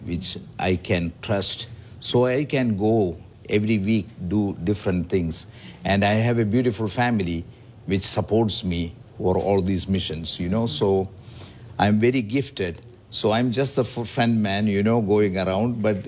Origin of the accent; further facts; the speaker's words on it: India; these are the small things which I got it from my family growing up in India.